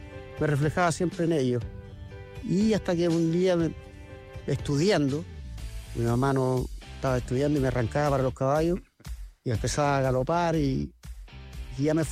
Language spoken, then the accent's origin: Spanish; Concepción, Biobío, Chile; Sí, nacimos en Concepción, prácticamente casi al lado del Club Hípico. Mi abuelo tiene en casa... Incluido, yo desde muy niño saltaba la pandereta y caía en el patio de mi casa.